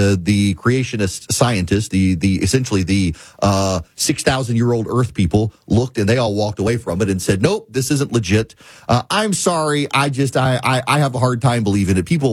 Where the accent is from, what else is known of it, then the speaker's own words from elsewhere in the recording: United States; I am not Turkian, I am American, and it is Turkey.